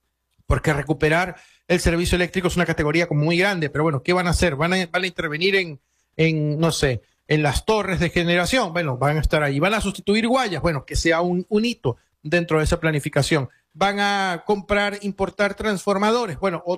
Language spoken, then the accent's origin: Spanish; Venezuela; quisiéramos ver como venezolanos